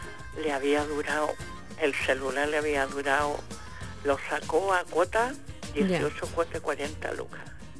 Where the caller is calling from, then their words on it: Coronel, Biobío, Chile; No, yo soy de Coronel.